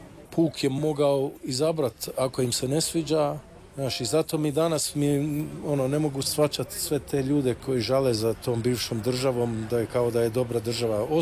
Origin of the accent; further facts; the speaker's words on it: Australia; Na milion puta sam to slušao kao klinac u Australiji.